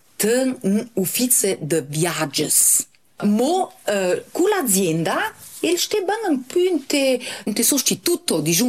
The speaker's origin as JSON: {"language": "Italian", "town": "Selva di Val Gardena", "region": "Trentino-Alto Adige", "country": "Italy", "tie": "born or raised there", "said": "Io sono cresciuta su di Gardena, di Selva, di Avisa ula, sono cresciuta su sul Luc da Linaccia, che è sulla Selva diversa di Plan de Gralba"}